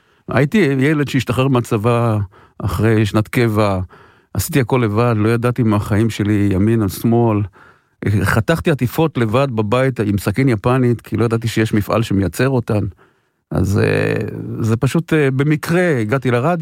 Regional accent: Petah Tikva, Central District, Israel; גדלתי בפתח תקווה.

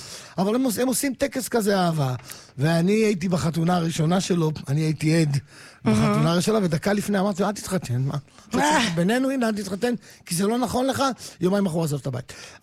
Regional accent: Morocco; ואני כמרוקאי, מזרחי, שלא אכלנו חלב מעולם בילדות שלנו, לא היה.

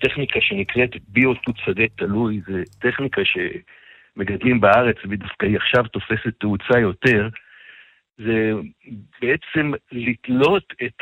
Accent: Yesha, Southern District, Israel; moved away as an adult; also born or lived in Or Yehuda; בגיל 35 החלטתי שאני רוצה לחזור למשק שבו גדל, לבית שבו גדלתי במשק במושב

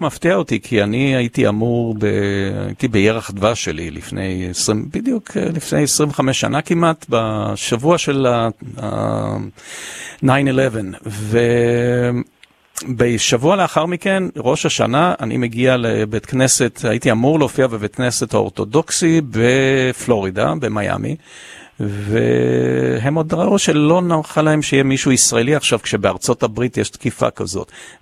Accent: Germany; born there; first language English; Hebrew is a second language; לא, לא, אני דווקא נולדתי בבסיס חיל האוויר האמריקאי בגרמניה.

